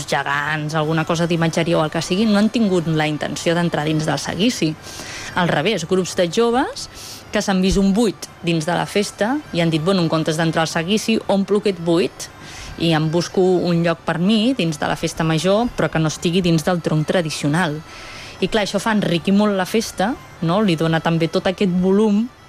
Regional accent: Reus, Catalonia, Spain; Jo sé que sóc de Reus

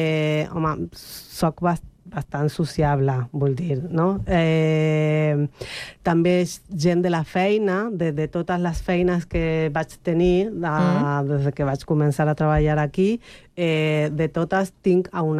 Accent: Argentina; Catalan is a second language; now in Catalonia, Spain; com saben que soc argentina

